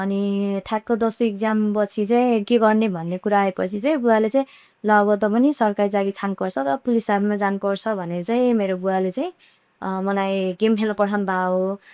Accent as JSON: {"language": "Nepali", "town": "Nepalgunj", "region": "Lumbini Province", "country": "Nepal", "tie": "born or raised there", "said": "नेपालगञ्ज भनेको म यहीँ जन्मेको यहीँ हुर्केको अहिलेसम्म यहाँ पढाइ पनि यहीँ सकाएँ"}